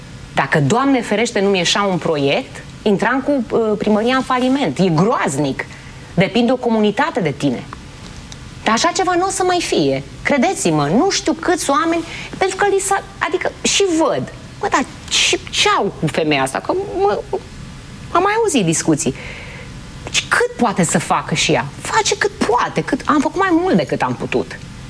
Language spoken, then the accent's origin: Romanian; Romania; Sunt o româncă, îmi iubesc țara asta